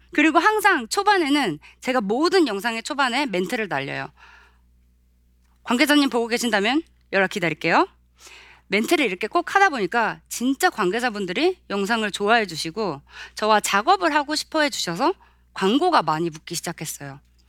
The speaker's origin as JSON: {"language": "Korean", "country": "Spain", "tie": "born or raised there", "said": "제가 9살 때부터 스페인에서 자랐어요. 그래서 스페인어, 영어, 한국어를 조금 이제 할 수 있어요."}